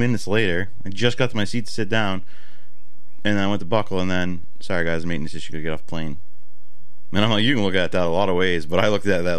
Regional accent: Boston, Massachusetts, United States; But I grew up in Boston, whatever.

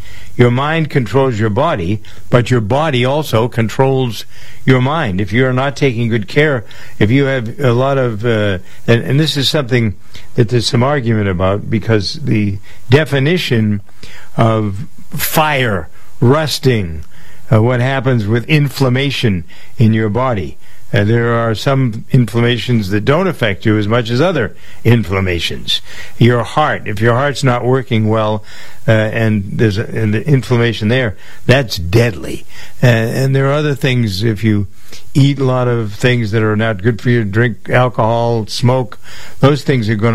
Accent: Framingham, Massachusetts, United States; I have one street in my hometown of Framingham, Massachusetts, that has five, count them, one, two, three, four, five chicken restaurants.

